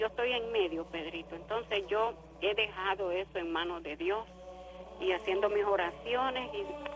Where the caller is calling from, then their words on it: The Bronx, New York, United States; usted sabe que … del Bronx, Nueva York.